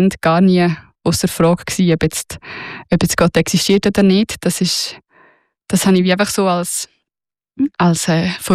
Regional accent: Lucerne, Switzerland; ich bin auf dem Land im Kanton Luzern aufgewachsen

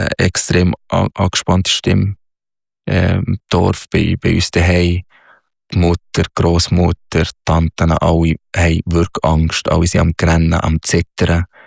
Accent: Minya, Minya Governorate, Egypt; now in Switzerland; Ich bin im Oberägypten aufgewachsen, am Nildelta, in El Minya. Das ist 3 Stunden südlich von Kairo, die Hauptstadt. In einem ja, sehr traditionelles Dorf, sozusagen, aber Dorf.

